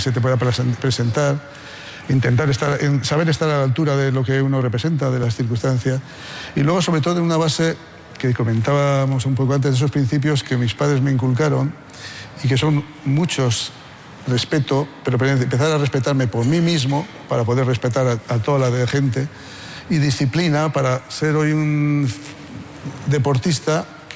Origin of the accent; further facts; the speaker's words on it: Haro, La Rioja, Spain; porque yo en mi pueblo, en Aro, en La Rioja, era del Athletic Club de Bilbao, como aficionado.